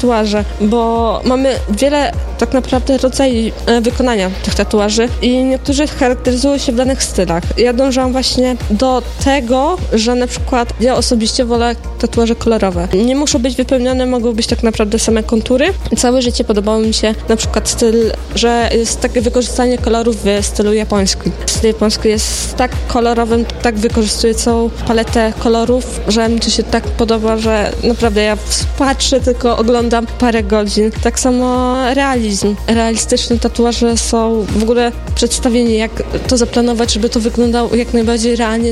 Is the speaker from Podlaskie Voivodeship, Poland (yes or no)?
yes; Podlaskie Voivodeship, Poland; a drzewo to, że pochodzę jednak z Podlasia i tak naprawdę wracam do korzeni.